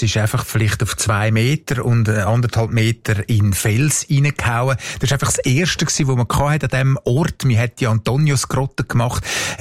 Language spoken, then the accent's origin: German; Rapperswil, St. Gallen, Switzerland; Wie gesagt, ich bin in Rapperswil aufgewachsen.